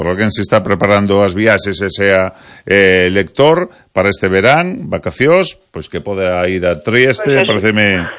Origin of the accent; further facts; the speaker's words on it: Santiago de Compostela, Galicia, Spain; Para os que somos de Compostela, eu penso, sería alucinante vivir aquela época do mestre Mateo, non?